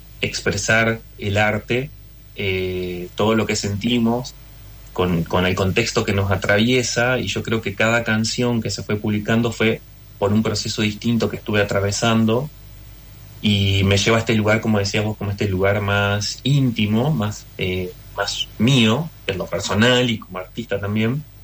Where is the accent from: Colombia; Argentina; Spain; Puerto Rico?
Argentina; Paraná, Entre Ríos; soy el único de Paraná que se enteró, que se anotó.